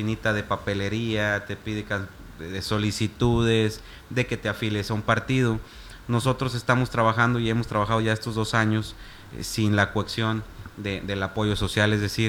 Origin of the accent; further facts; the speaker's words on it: San Felipe, Mexico; yo sí quiero que mis hijos vuelvan a nadar en los arroyos de mi pueblo